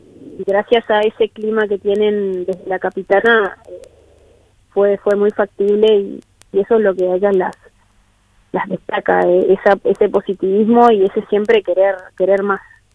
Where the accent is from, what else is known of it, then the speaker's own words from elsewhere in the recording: Corrientes, Argentina; moved away; Yo soy de Corrientes